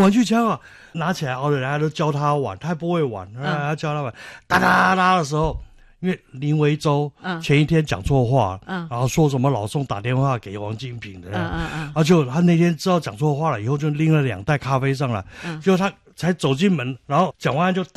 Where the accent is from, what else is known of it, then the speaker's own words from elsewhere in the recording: Germany; Chinese is a second language; 对，那我们德国人全部都要按规矩